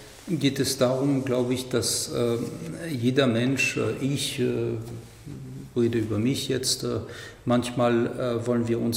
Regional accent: France; Ich komme aus Frankreich.

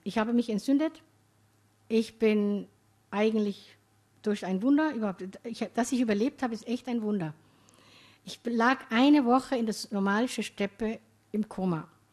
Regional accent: Somalia; Ich bin eine gebürtige Somalierin, alle Somalis sind Muslime, wir sind Sunniten. Ich bin mit der Religion aufgewachsen, die jeder anwenden konnte, wie er wollte.

